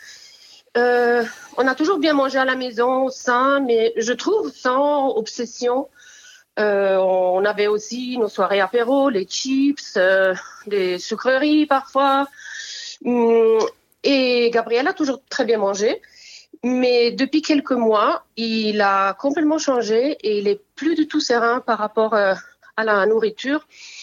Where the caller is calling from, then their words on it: Marseille, Provence-Alpes-Côte d'Azur, France; j'appelle de Marseille. Donc, je suis maman de deux jumeaux, un garçon et une fille.